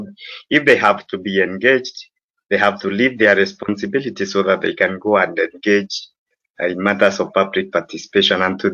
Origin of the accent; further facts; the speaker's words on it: Embu County, Kenya; I'm from Embu County, the coordinator, Embu County Civic Education.